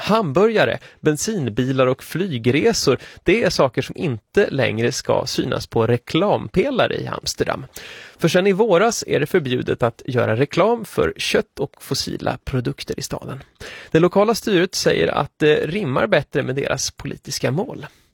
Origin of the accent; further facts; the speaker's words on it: Gothenburg, Västra Götaland County, Sweden; Fotbollslaget Gais från min hemstad Göteborg